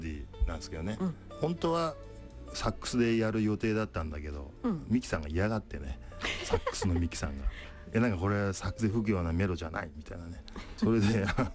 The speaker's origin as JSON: {"language": "Japanese", "region": "Kyushu", "country": "Japan", "tie": "born or raised there", "moved": "as an adult", "lives_now": "Tokyo, Japan", "said": "九州の方。"}